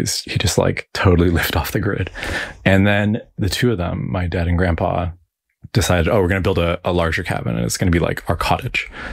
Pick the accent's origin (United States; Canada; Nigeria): Canada; Toronto, Ontario; born there; I was born in Toronto, but at 1 year old, my parents moved into a cabin in the woods that my dad had built.